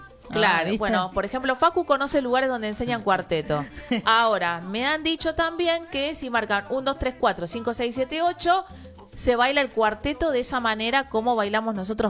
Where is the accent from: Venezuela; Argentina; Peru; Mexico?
Argentina; somos argentinos, no vamos a negar la sangre, los orígenes, las raíces.